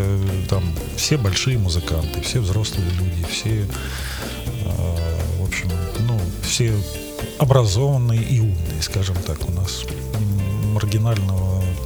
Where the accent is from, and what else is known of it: Russia